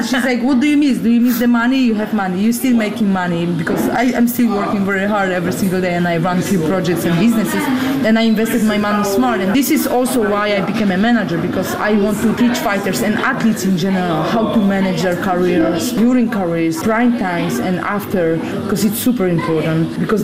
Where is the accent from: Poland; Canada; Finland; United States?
Poland; Olsztyn, Warmian-Masurian Voivodeship